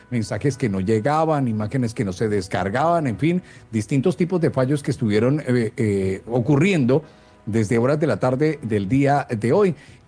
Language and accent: Spanish; Barranquilla, Atlántico, Colombia; me siento orgulloso de ser caribeño, me siento orgulloso de mi Carnaval de Barranquilla